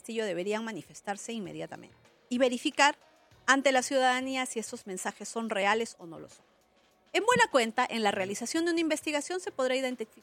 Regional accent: Ayacucho, Peru; Yo soy una mujer ayacuchana huamanguina, amante de mi cultura, de mi tradición.

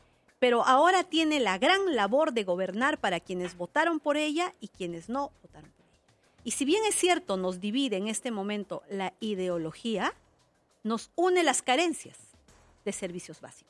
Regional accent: Peru; hay que hacer algo como peruanos y hay que entender el gran poder que tenemos los peruanos.

